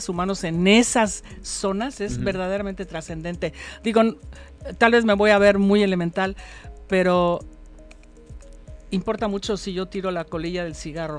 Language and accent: Spanish; Guerrero, Mexico; born there; yo soy costeña nacida en Guerrero y no me afrento desde lo que soy.